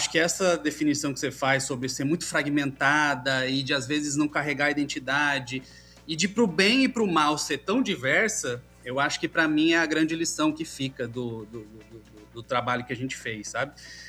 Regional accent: Foz do Iguaçu, Paraná, Brazil; born there; also born or lived in Cascavel / Curitiba; Eu nasci em Cascavel, eu morei minha adolescência toda em Foz do Iguaçu, onde eu tive banda, eu me formei aí em Curitiba, morei 5 anos em Curitiba, me formei na UTFPR

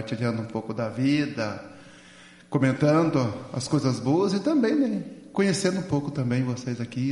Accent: Piraí do Sul, Paraná, Brazil; born there; Eu sou nascido em Piraí do Sul, aqui no interior do estado do Paraná, perto de Ponta Grossa.

